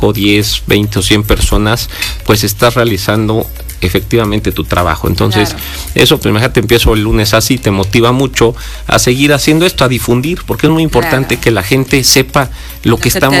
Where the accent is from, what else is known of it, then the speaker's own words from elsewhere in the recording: Puebla, Mexico; posicionando a Puebla, demostrando todas las riquezas que tenemos en todos los ámbitos y demás. Entonces, somos